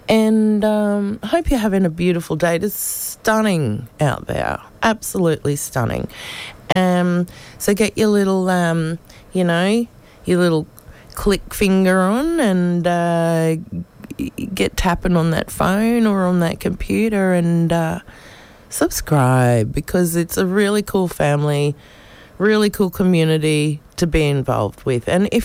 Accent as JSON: {"language": "English", "town": "Brisbane", "region": "Queensland", "country": "Australia", "tie": "born or raised there", "said": "I grew up in Carina Heights, Buckley Street, just off Win Stanley, right at the other end of the road. It's my favourite place."}